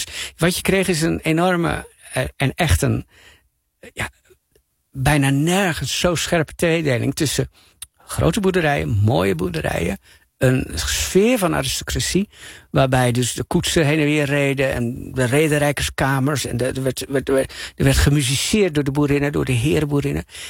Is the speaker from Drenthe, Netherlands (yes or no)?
yes; Drenthe, Netherlands; Ik kom uit Drenthe.